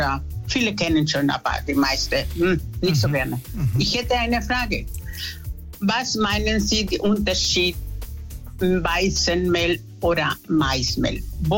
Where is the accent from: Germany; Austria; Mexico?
Mexico; born there; German is a second language; Ich bin gebürtige Mexikanerin und gebe Koch und mexikanische Kochunterricht.